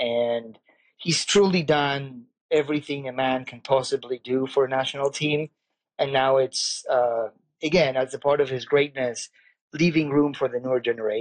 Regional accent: Argentina; No, I don't call it soccer because I'm from Argentina, so I keep saying football.

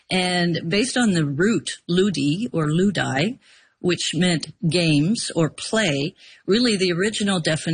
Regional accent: Montreal, Quebec, Canada; moved away as an adult; now in Nova Scotia, Canada; because I'm from away Nova Scotian, I'm from Montreal originally, and I moved here in 2021.

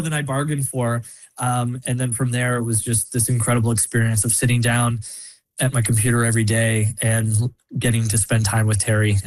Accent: Canada; As a Canadian filmmaker

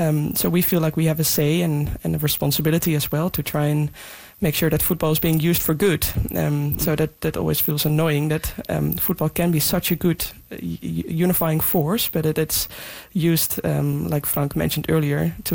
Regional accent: Netherlands; moved away; also born or lived in Scotland, United Kingdom; growing up in the Netherlands playing football there, there wasn't too many, I guess, weather events

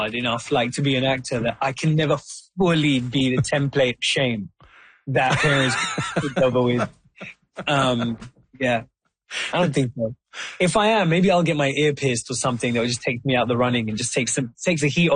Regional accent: Wembley, London, United Kingdom; I was like, this is exactly like growing up in Wembley.

